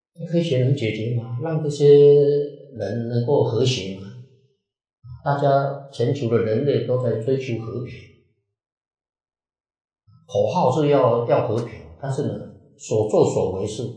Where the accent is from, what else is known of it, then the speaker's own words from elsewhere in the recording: China; 我们中国人